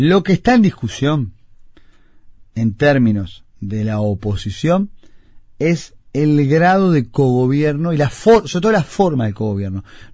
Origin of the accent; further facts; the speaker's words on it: Montevideo, Uruguay; born there; nosotros los que nacimos acá en Montevideo